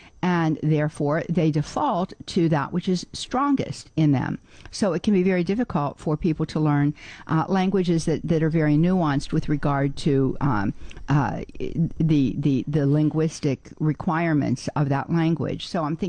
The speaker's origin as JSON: {"language": "English", "town": "Pittsburgh", "region": "Pennsylvania", "country": "United States", "accent": "Pittsburgh"}